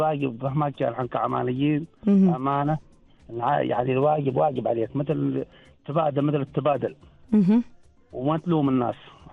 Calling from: Masirah Island, Ash Sharqiyah South, Oman; من مصيرة أختي، جزيرة مصيرة

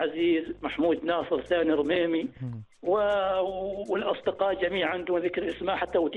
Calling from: Al Dhahirah, Oman; أكلمك من محافظة الظاهرة

